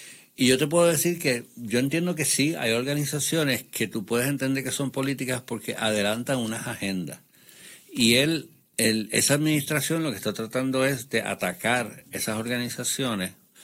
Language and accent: Spanish; Puerto Rico; Mira, yo voy a darle énfasis a que somos puertorriqueños, a que somos hispanos, a que somos minorías